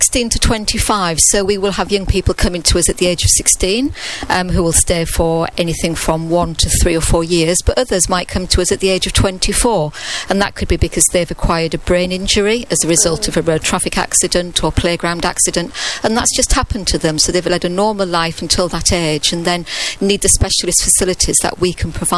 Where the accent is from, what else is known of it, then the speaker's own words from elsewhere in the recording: Hull, Yorkshire and the Humber, United Kingdom; I grew up in Hull.